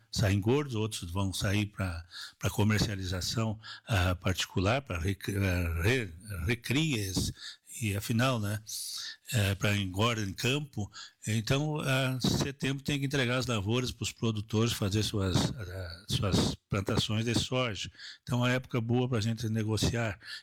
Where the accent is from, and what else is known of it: Brazil